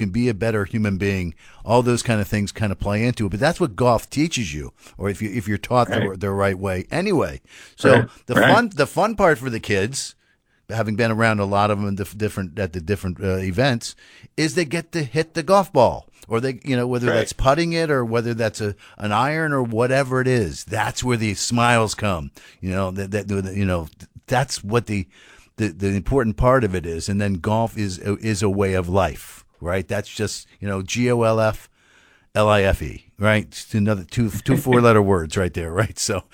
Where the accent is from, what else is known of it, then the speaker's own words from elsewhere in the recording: Washington, District of Columbia, United States; now in Maryland, United States; My hometown is Washington D.C., which has so it's the city of Washington, which is not a state, but it's almost like the tri-state area